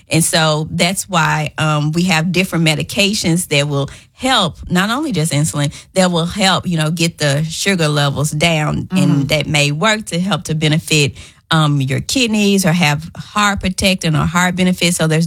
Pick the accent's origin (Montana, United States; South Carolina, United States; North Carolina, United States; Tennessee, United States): Tennessee, United States; Memphis; born there; I was born in Memphis. Went to Evans Elementary, Ridgeway, and then my parents moved to West Memphis. Mm-hmm. And so I ended up graduating from West Memphis High School, but I'm back in Memphis.